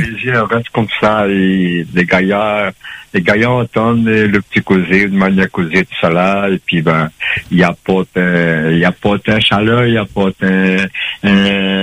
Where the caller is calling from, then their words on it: Nantes, Pays de la Loire, France; Ben, de Nantes.